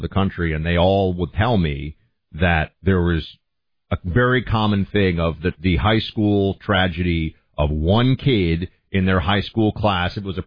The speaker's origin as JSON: {"language": "English", "town": "New York City", "region": "New York", "country": "United States", "tie": "born or raised there", "said": "because I grew up in New York City where kids were just taking the subway or taxis"}